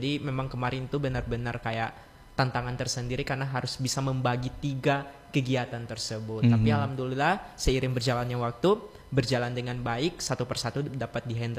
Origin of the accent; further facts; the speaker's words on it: Buol, Central Sulawesi, Indonesia; moved away as an adult; now in Gorontalo, Indonesia; Saya aslinya Sulawesi Tengah